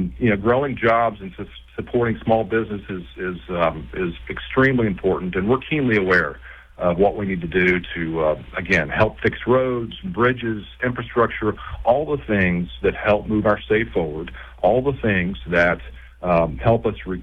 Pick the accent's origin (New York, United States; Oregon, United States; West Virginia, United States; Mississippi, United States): West Virginia, United States; Slab Town; Well, I grew up in Logan County in the mid-70s and lived in a little coal camp called Slab Town.